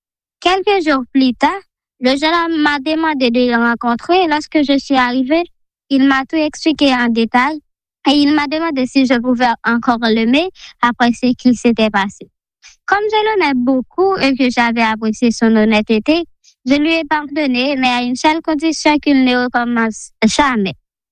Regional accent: Haiti; Bonjour, je suis une Haïtienne, je vis en Haïti, j'ai 20 ans.

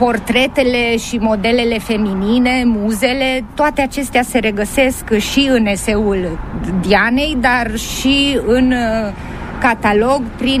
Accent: Timișoara, Timiș County, Romania; Sunt și ca timișoreancă

